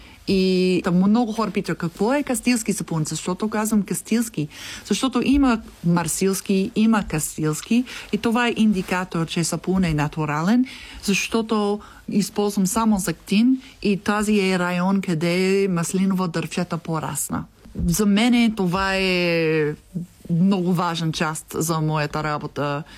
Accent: Kyustendil, Kyustendil Province, Bulgaria; now in United States; Когато хората мисли, ти си от Нью-Йорк, I'm like, не, аз съм кюстендилка. Защото 18 години, това е много дълго време. Аз не съм американка в Америка и аз не съм българка в България

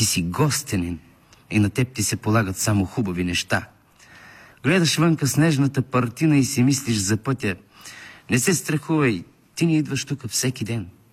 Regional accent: Zlatograd, Smolyan Province, Bulgaria; born there; Аз съм се родил в Родопите.

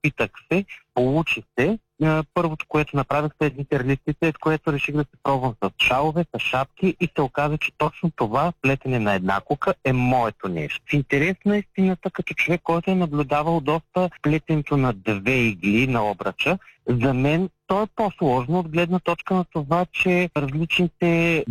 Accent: Ruse, Ruse Province, Bulgaria; moved away; аз работех далеч от родния ми град Русе и живеех в този хотел

